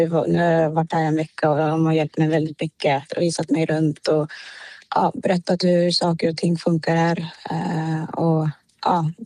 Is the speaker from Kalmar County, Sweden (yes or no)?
no; Umeå, Västerbotten County, Sweden; moved away as an adult; now in Manchester, United Kingdom; Umeå ligger väldigt nära hjärtat om mig, så att ja, det betyder väldigt mycket att även kunna representera där jag växte upp